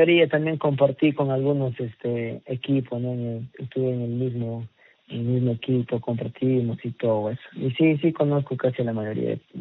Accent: Ambo, Huánuco, Peru; moved away as an adult; now in Uchiza, Peru; Soy natural de Ambo.

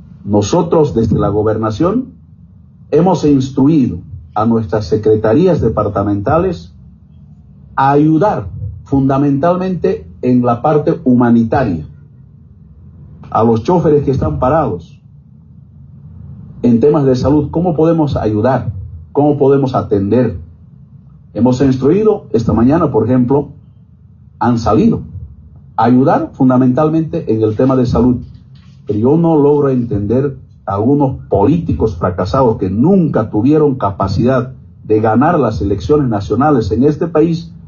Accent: Cochabamba, Bolivia; no solo como gobernador, sino como un cochabambino más

